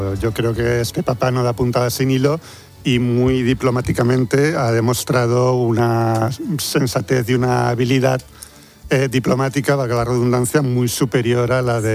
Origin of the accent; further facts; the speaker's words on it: Catalonia, Spain; Nunca, soy un pésimo catalán, la he visto de lejos.